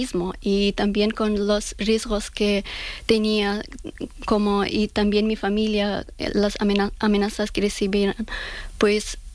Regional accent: Afghanistan; now in Spain; Y en octubre de 2021, en uno de vuelos de evacuación, yo con mi familia salimos de Afganistán.

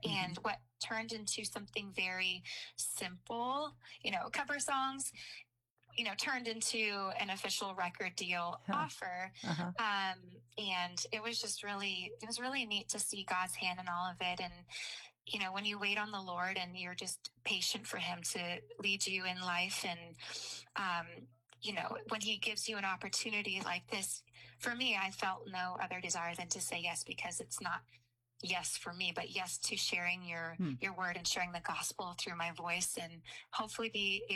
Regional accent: Santa Clarita, California, United States; So, I grew up in Santa Clarita Valley. It's about 30 miles northwest of LA, raised in a Christian home.

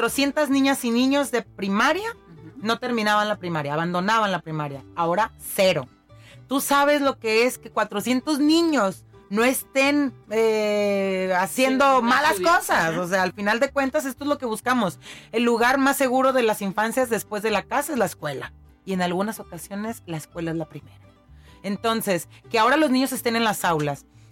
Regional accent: Colima, Mexico; lo que somos las personas de Colima

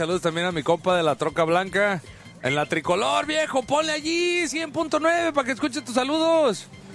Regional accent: Morelia, Michoacán, Mexico; resultó que somos paisanos de Morelia.

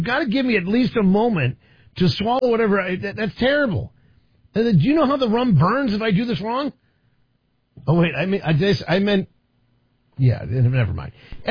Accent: East Coast, United States; moved away; Now, I grew up on the East Coast

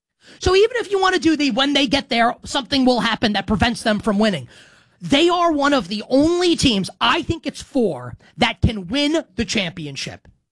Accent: New York, United States; And I'll tell you, as a New Yorker, I don't necessarily love to see Philadelphia as up as it is

